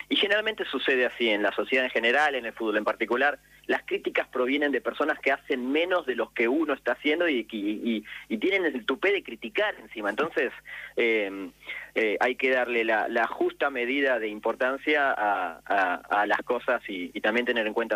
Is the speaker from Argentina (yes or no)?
yes; Argentina; Me parece que ese es uno de los valores más importantes que nosotros, en el mes del Mundial como argentinos, tenemos que rescatar siempre.